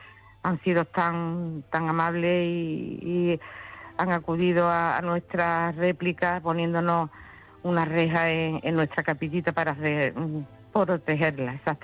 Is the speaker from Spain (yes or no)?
yes; Spain; yo también soy muy devota de la Virgen del Carmen, soy de aquí del polígono, y para mí es muy importante. Yo vengo de familia de pescadores, aquí hay muchas familias de pescadores también en la barriada.